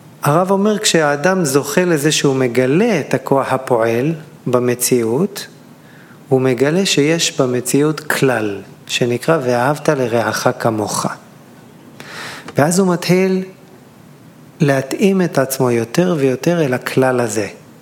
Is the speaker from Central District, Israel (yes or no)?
yes; Mikhmoret, Central District, Israel; גדלתי בחוף מכמורת, אני מושבניק מאלישי ועמק חפר.